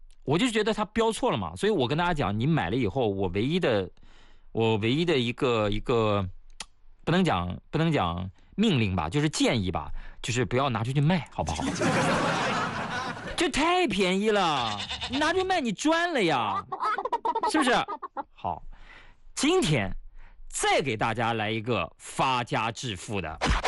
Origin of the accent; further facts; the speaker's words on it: Shanxi, China; born there; moved away; 我们老家都是啊，汾酒嘛，啊，清香型的嘛。